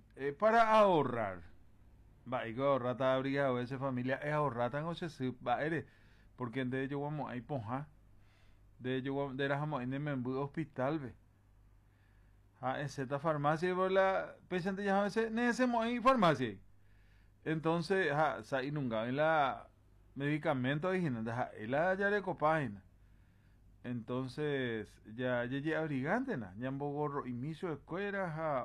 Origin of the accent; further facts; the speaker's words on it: Paraguay; Yo soy paraguayo